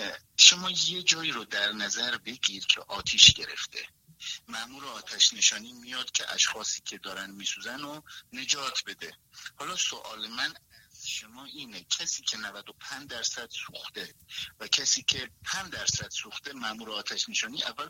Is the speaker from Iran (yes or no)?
yes; Iran; ازم شهر خودم در ایران پاپیچ من شدن بیا زن بگی، بیا زن واسهت پیدا کنیم، ولی دیگه میبینن که یه پام اون کشور یه پام اون کشور